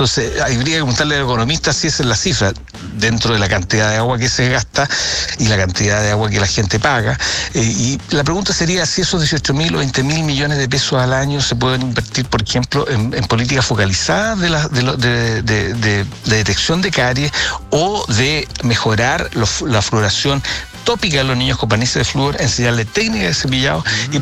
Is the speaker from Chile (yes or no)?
yes; Concepción, Biobío, Chile; Yo conocí a la doctora Vivaldi, yo soy de Concepción, y por lo tanto era una gran profesora y una gran investigadora.